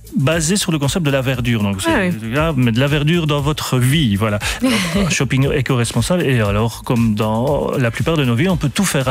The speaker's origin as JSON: {"language": "French", "town": "Liège", "region": "Wallonia", "country": "Belgium", "said": "moi je suis liégeois"}